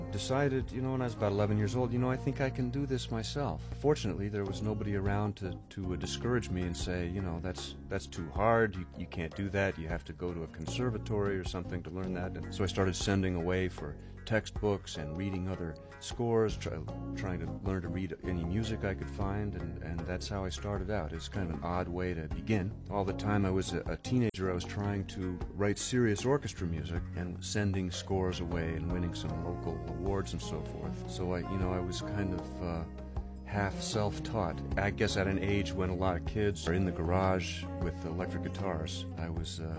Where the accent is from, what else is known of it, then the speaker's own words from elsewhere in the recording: Seattle, Washington, United States; also born or lived in Findlay, Ohio / Granville, Ohio; I grew up partly in Seattle, Washington, until I was about 11 years old, and we lived in a couple of small towns in Ohio, Findlay, Ohio, and Granville, Ohio.